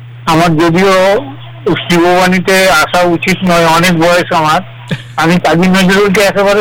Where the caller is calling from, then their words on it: West Bengal, India; আমি বীরভূম থেকে বলছি।